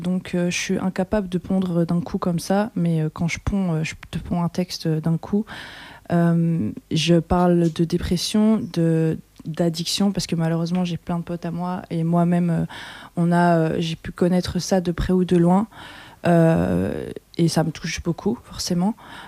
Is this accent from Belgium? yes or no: yes; Charleroi, Wallonia, Belgium; now in Walloon Brabant, Belgium; Je viens de Charleroi à la base, donc toute ma famille vient de Charleroi. Mais je vis dans le Brabant Wallon